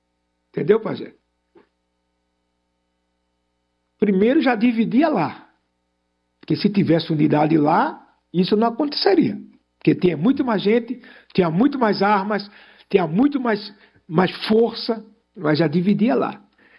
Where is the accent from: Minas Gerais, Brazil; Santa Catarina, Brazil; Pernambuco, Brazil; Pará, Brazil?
Pernambuco, Brazil; Recife; born there; É, Recife, onde eu nasci.